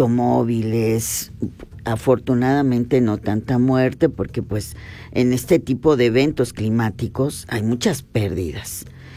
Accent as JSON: {"language": "Spanish", "town": "Huehuetla", "region": "Hidalgo", "country": "Mexico", "tie": "born or raised there", "said": "en la región Otomitepegua, donde yo soy originaria, por lo menos, claro, en el pueblo donde yo nací, Huehuetla"}